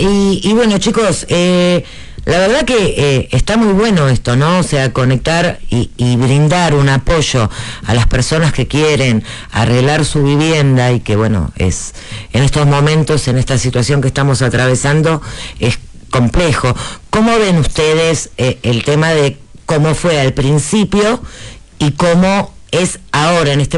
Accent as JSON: {"language": "Spanish", "region": "Buenos Aires", "country": "Argentina", "tie": "born or raised there", "said": "Yo nací en Barracas, vivo en Barracas, viví toda mi vida"}